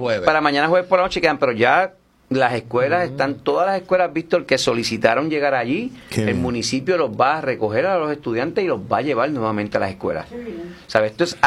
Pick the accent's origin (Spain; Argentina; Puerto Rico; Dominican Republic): Puerto Rico; lo que nos identifica como puertorriqueños.